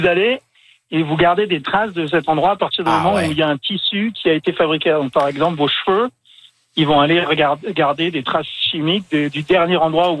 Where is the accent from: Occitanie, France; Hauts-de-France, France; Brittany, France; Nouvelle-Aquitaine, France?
Occitanie, France; Toulouse; Moi, je viens de Toulouse